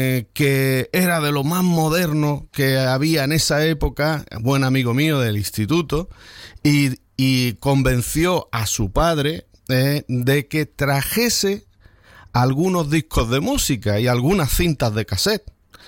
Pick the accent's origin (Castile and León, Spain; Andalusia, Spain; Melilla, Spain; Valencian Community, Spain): Melilla, Spain; Porque yo me crié en Melilla y bueno, pues allí convivíamos varias culturas.